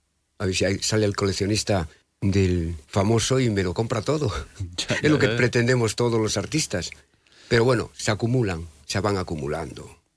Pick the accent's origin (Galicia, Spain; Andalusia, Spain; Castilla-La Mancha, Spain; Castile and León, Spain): Castile and León, Spain; Carrizo de la Ribera; also born or lived in Grisuela del Páramo; En Grisuela del Páramo. Bueno, ahí en Grisuela. A los 4 años ya estaba en Carrizo.